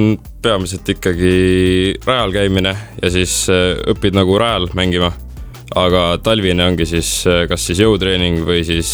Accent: Tallinn, Harju County, Estonia; Aga Tallinnast, kust ma siis nii-öelda ka pärit olen

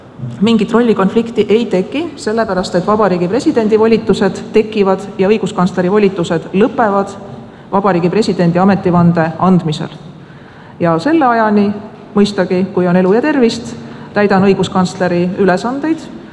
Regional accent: South Estonia, Estonia; born or raised there

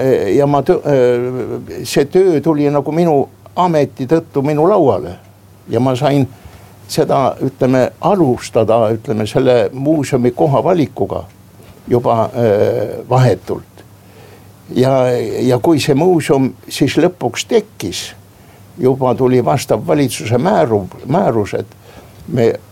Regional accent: Lääne-Viru County, Estonia; minu sünnikodu lähedal on selline koht nagu Lammasmäe.

